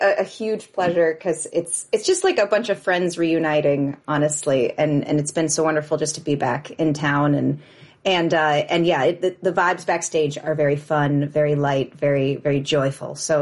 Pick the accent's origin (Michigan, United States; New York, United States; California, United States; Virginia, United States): Virginia, United States; born there; also born or lived in North Carolina; So I grew up in Virginia and North Carolina, but mostly in Virginia.